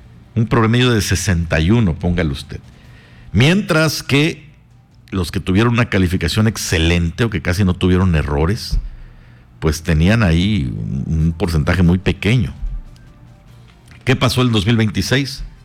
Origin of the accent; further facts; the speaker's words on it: Mexico; lo que somos como mexicanos